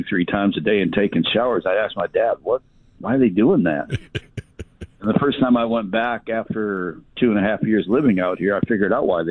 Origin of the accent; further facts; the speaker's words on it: Midwest, United States; and growing up in the Midwest, I saw it when I was a little kid.